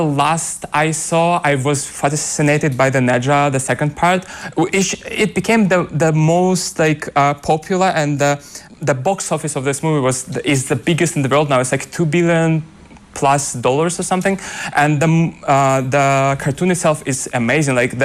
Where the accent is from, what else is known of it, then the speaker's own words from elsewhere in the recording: Russia; English is a second language; like you say I'm from Russia and they say привет, like hello in Russian